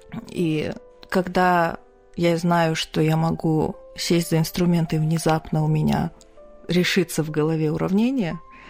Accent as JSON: {"language": "Russian", "country": "Kazakhstan", "said": "то есть как любая хорошая казашка, я обращаюсь к синкретизму практически всегда."}